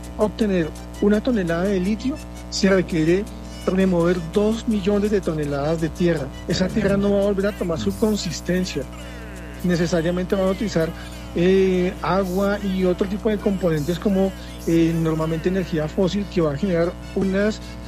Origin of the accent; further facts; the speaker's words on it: Colombia; Eso, wow, es lo que todos hemos logrado como colombianos, como consumidores.